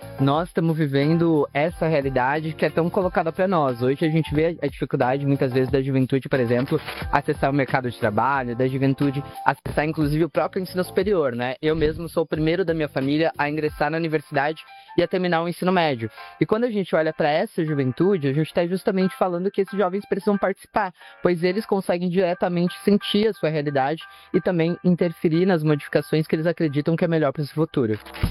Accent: Praia Grande, São Paulo, Brazil; eu tenho 26 anos. Atualmente, sou estudante da Faculdade de Direito da PUC São Paulo. Sou lá da cidade de Praia Grande

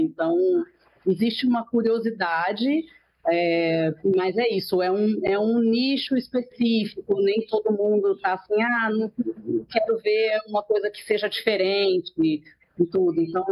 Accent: Brazil; para saberem que somos brasileiros, falamos português.

